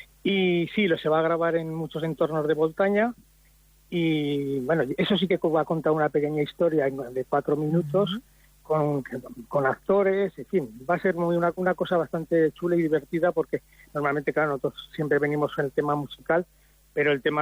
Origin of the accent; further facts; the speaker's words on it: Zaragoza, Aragon, Spain; born there; moved away as an adult; now in Sobrarbe, Spain; yo nací en Zaragoza, pero llevo 22 años en Sobrarbe, o sea, soy un sobrarbense más.